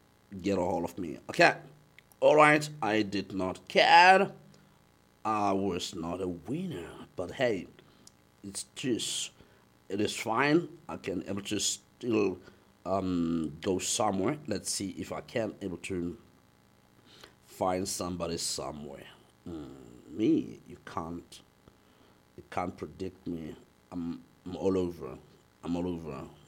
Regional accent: South Africa; We are from South Africa.

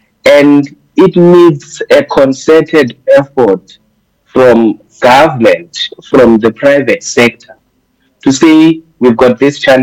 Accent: Eastern Cape, South Africa; I grew up in the Eastern Cape

